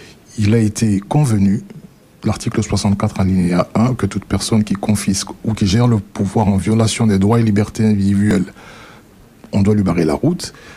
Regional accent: Brussels, Brussels-Capital Region, Belgium; born there; Je suis un Congolais, comme aiment le dire les gens de père et de mère, né en Belgique, mais de nationalité congolaise, parce que je n'ai jamais changé de nationalité.

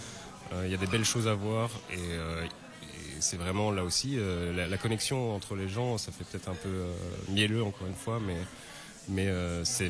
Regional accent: Arlon, Wallonia, Belgium; Moi je suis d'Arlon.

